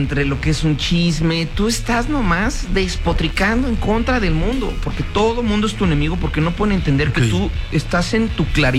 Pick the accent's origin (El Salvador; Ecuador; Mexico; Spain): Mexico; si elegimos como mexicanos, por más cursi que suene, el amor